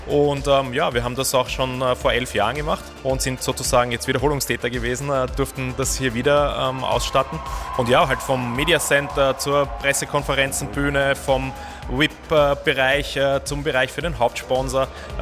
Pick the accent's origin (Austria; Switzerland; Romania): Austria; Vienna; gerade als Wiener und als Österreicher ist man halt einfach stolz und zehrt von solchen Projekten natürlich auch